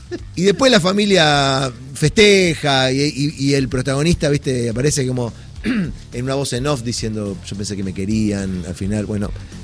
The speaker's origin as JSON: {"language": "Spanish", "country": "Argentina", "said": "Y después porque somos argentinos."}